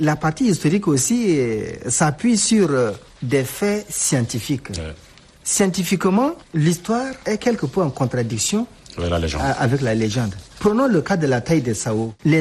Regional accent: Chad; en tant que Tchadien

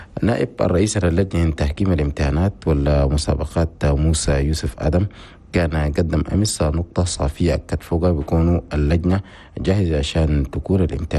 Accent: Chad

